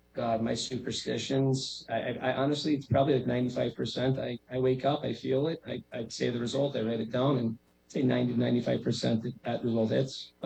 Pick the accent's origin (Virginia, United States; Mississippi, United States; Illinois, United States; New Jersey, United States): New Jersey, United States; Wayne; moved away; also born or lived in Maine; I'm from Wayne, New Jersey.